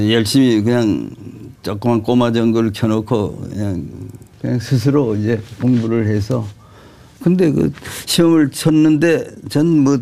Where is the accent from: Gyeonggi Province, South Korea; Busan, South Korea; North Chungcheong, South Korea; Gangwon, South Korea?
Gangwon, South Korea; Taebaek; moved away as an adult; also born or lived in Seoul; 제 고향은 강원도라고 그러는 거죠. 태백이라고. 단광촌에서 태어나서 거기서 초중고 다 나오고